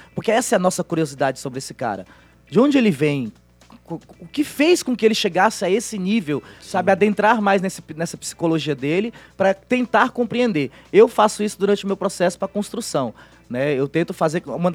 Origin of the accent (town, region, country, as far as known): Northeast Brazil, Brazil